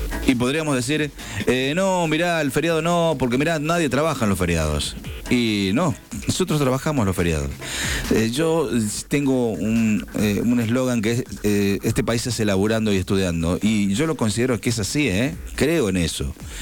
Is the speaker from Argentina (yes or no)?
yes; Argentina; Nosotros somos argentinos, también queremos ver el partido.